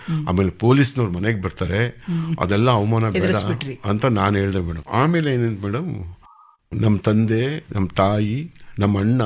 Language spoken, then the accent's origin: Kannada; Bengaluru, Karnataka, India; Sir ನಾನು Bengaluru Karnataka sir.